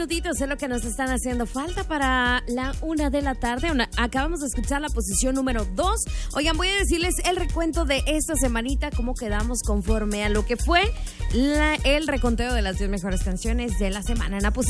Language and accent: Spanish; Mexico